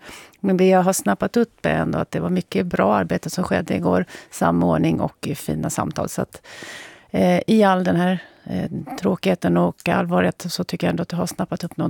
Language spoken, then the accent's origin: Swedish; Avesta, Dalarna County, Sweden; Sen är jag uppvuxen i Avesta